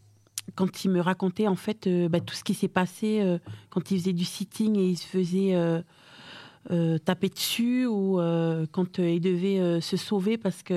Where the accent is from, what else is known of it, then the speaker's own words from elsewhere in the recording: Nouméa, South Province, New Caledonia; also born or lived in Lifou; Alors, moi, j'ai 32 ans. Je suis originaire de l'Ifou. J'ai grandi à Nouméa.